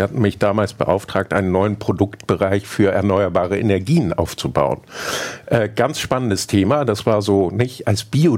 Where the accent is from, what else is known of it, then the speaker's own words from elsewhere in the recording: Hamburg, Germany; also born or lived in Argentina; Ich bin Hamburger. Wir haben einige Jahre im Ausland gelebt. Ich hatte das große Glück, 5 Jahre mit meiner Partnerin in Argentinien leben und arbeiten zu dürfen.